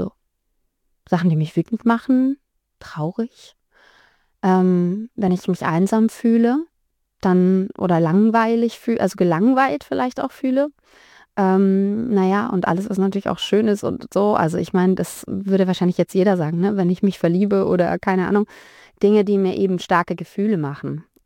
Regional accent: Heilbronn, Baden-Württemberg, Germany; born there; moved away as an adult; also born or lived in Thuringia / Tübingen; Also ich bin geboren in Thüringen, bin dann so kurz nach der Wende mit meinen Großeltern und meiner Mama ins Schwabenland gezogen, nach Heilbronn. Und bin dann mit Anfang 20, da hatte ich dann selbst schon ein kleines Kind, also ich bin super jung Mama geworden und bin dann nach Tübingen gekommen.

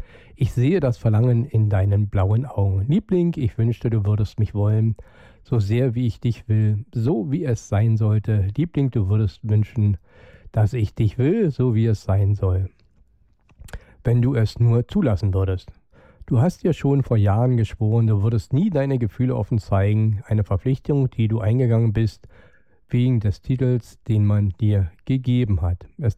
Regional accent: Brandenburg, Germany; wie wir als Brandenburger das auch anders sehen

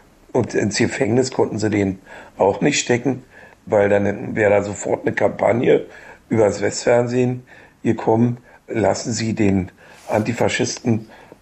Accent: Germany; bin ja auch Ossi, DDR-Bürger gewesen

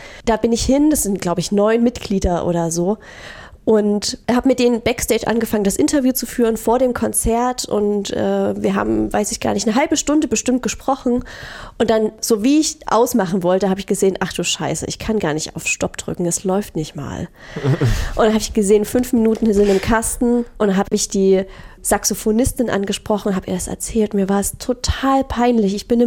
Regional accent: Crimmitschau, Saxony, Germany; moved away; Ja, genau. Ich bin aus Krimmitschau hergezogen.

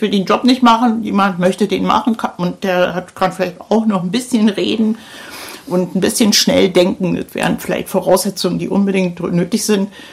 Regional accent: Berlin, Germany; wo ich mir nicht vorstellen könnte, in Berlin, wo ich herkomme, dass die Leute bereit wären

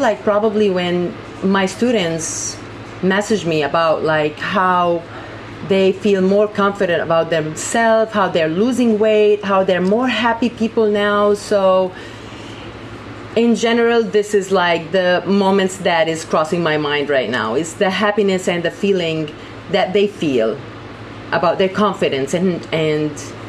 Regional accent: Dubai, United Arab Emirates; moved away as an adult; also born or lived in Jordan; now in United States; born and raised in Dubai. And then I moved to Jordan to study music, and then now currently living in the United States.

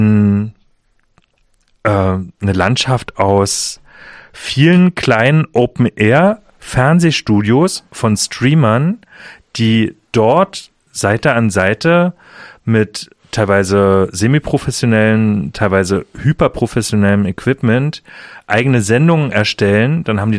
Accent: Germany; Früher war unser Hauptproblem, ich bin in der DDR groß geworden, dass es keine freien Medien gab

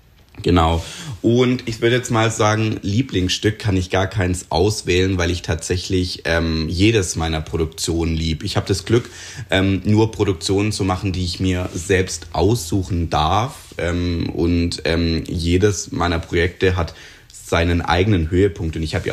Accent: Triberg, Baden-Württemberg, Germany; konnte erste Erfahrungen sammeln bei den Schwarzwalber-Musicals in Triberg, in meiner Heimatstadt, die ja tatsächlich überregional bekannt waren

